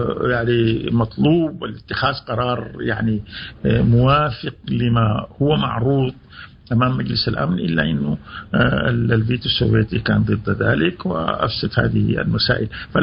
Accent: Sudan; نحن كسودانيين

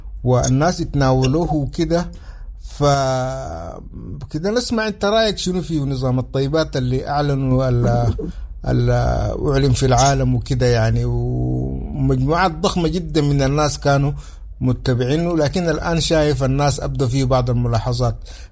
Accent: Sudan; انا جيت كسوداني

